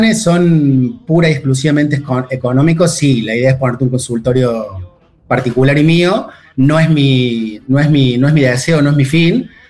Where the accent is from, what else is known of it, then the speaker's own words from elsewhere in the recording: Argentina; now in Barcelona, Spain; No me fui de Argentina por razones sociopolítica, económica, al contrario, tenía una vida bastante privilegiada, tenía todo bastante acomodado, y nada, un día me levanté y dije, tiene que haber algo más, soy bastante culo inquieto, y me vine acá en busca de nuevas experiencias y nuevas aventuras.